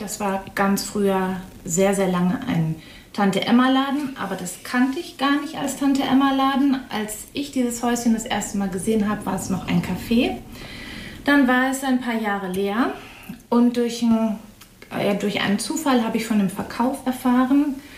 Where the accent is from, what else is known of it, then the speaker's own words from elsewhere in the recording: Langelsheim, Lower Saxony, Germany; now in Beuchte, Germany; Ich bin 53 Jahre alt. Ich bin in einer Kleinstadt hier in der Nähe in Langelsheim aufgewachsen. Ich bin in Goslar zur Schule gegangen.